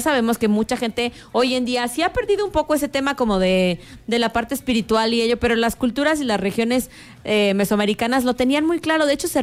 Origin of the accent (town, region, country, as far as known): Mexico